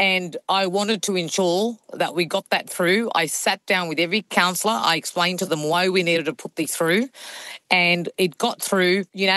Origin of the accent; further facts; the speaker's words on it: Australia; And I said, I'm not Jewish. I'm just an Australian.